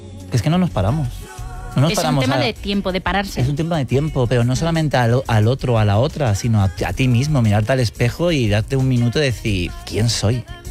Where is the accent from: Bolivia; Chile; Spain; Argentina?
Spain; Seville, Andalusia; porque soy de Sevilla.